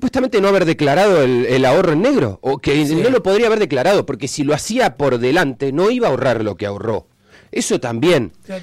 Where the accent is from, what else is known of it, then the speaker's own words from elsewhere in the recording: Argentina; yo me considero argentino, tengo la camiseta puesta y no me la han sacado, así que calculo que formo parte de este país